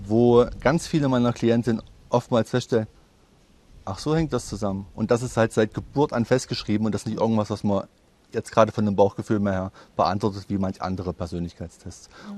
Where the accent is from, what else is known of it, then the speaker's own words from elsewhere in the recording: Teuchern, Saxony-Anhalt, Germany; Und bin dort geboren, war kurze Zeit mal in Großstadt unterwegs und bin jetzt wieder aufgrund der Ruhe, der schönen Ruhe hier, zurückgekehrt.